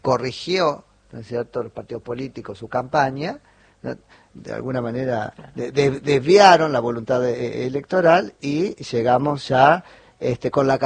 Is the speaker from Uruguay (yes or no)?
no; Argentina